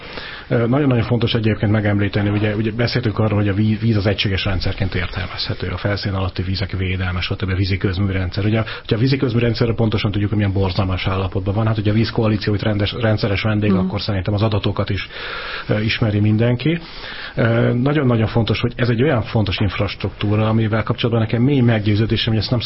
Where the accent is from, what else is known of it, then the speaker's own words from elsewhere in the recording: Pécs, Baranya, Hungary; én pécsi vagyok